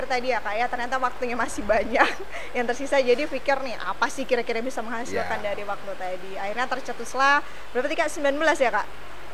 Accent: Sumatra, Indonesia; Karena saya kan dari Sumatera, siapa tahu bisa undang kakak berdua sampai Sumatera nih kak.

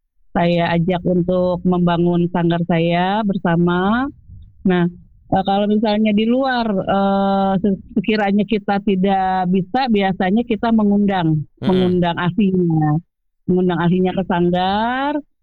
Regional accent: Jakarta, Indonesia; Jadi, saya kan itu Betawi

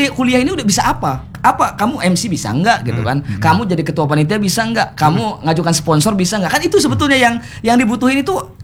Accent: West Java, Indonesia; Saya kan orang Sunda, katanya.

